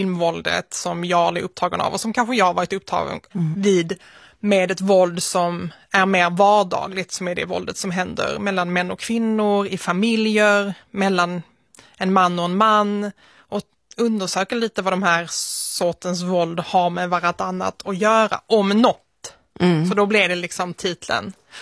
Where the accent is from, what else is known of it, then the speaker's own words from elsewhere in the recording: Malmö, Skåne, Sweden; also born or lived in Nötesjö; Utanför Svedala, som heter Nötesjö, en liten by. Och sen så flyttade jag in till Malmö när jag var 5 år gammal ungefär. Men de mina första år i livet växte jag upp där ute.